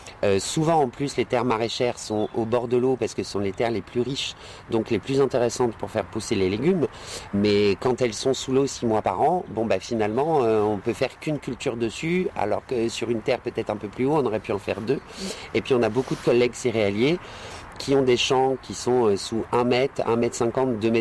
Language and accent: French; Nouvelle-Aquitaine, France; chez nous, en Charente-Maritime